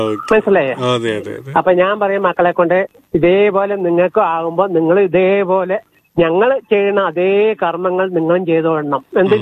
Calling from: Palakkad, Kerala, India; ഞങ്ങൾ പാലക്കാടുകാര് ഒത്തൊരുമയുള്ള ആളാണ്.

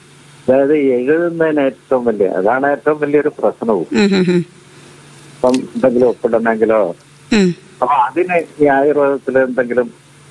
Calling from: Kerala, India; ഞാൻ ഈ കുരിപ്പുഴയിൽ നിന്നാണ്, തൃക്കടോർ കുരിപ്പുഴ.

